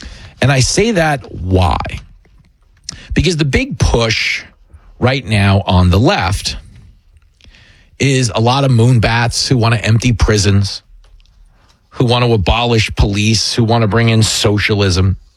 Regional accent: New York, United States; It's funny because I grew up in New York believing that the rest of the country wished they were doing what I was doing.

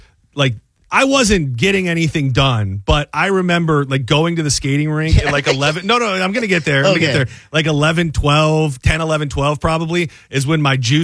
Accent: Lapeer, Michigan, United States; He's from Lapeer. He's from my hometown.

